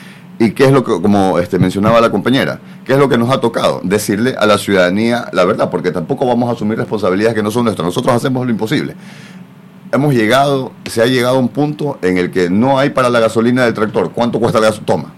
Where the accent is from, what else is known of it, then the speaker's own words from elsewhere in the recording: Guayaquil, Guayas, Ecuador; En Guayaquil, nosotros que somos guayaquileños sabemos que Guayaquil es una ciudad que está a metro y medio sobre el nivel del mar